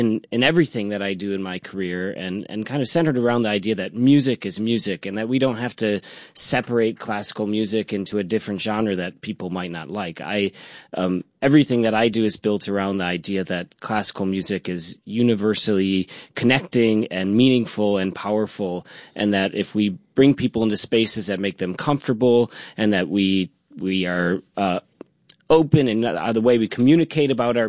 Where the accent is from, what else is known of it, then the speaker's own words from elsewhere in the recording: Geneva, New York, United States; Of course, Hannah and I grew up together in Geneva. Elliot was my next door neighbor growing up.